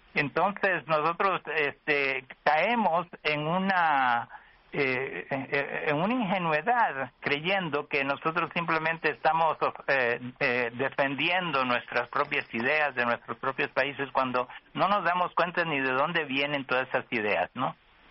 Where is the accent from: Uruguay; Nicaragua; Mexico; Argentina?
Nicaragua; Porque yo lo comprendí incluso estando, yo soy de Nicaragua, ¿no?